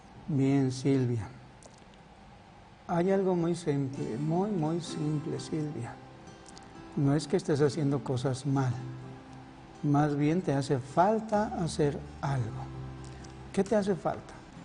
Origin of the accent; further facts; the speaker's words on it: Irapuato, Guanajuato, Mexico; Ándale, mi tierra.